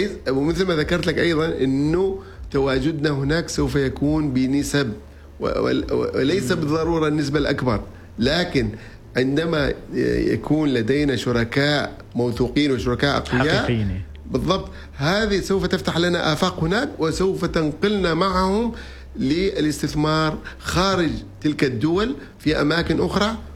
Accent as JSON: {"language": "Arabic", "country": "Oman"}